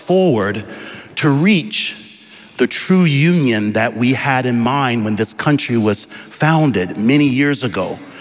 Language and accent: English; Georgia, United States; Well, I grew up in Georgia in our baseball team, the Atlanta Braves. And I bring that up because growing up in Georgia, my first profession was as a middle school educator.